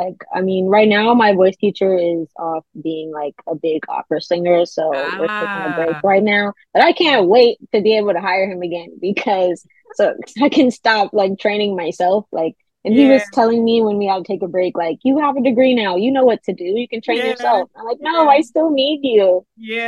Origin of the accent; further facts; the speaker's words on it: New York, United States; Some people might think that it's because I'm from New York originally.